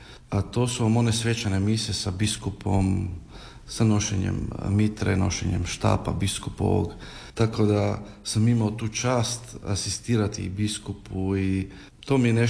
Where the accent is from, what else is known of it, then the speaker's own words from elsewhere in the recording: Skopje, North Macedonia; ja sam odrastao u Skoplju, u obitelji janjevačkih Hrvata.